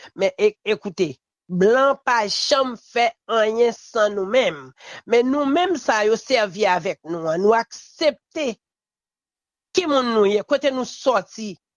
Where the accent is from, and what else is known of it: Haiti